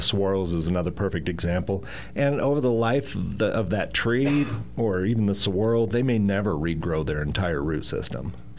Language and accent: English; Prescott, Arizona, United States; I was born in Prescott Community Hospital, or Yavapai Community Hospital